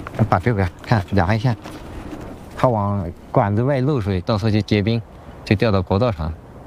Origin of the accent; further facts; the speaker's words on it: Xinjiang, China; 我的家乡也在这个天山脚下，天山确实是一个美丽的地方。